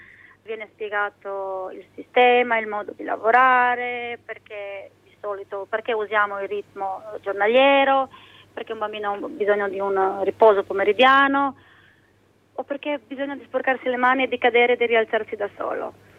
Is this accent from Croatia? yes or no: yes; Vertaneglia, Istria County, Croatia; born there; also born or lived in Villanova; sono nata qua, sono nata a Vertaneglia, poi sono venuta a vivere a Villanova, dove vivevano prima mia mamma e i miei nonni.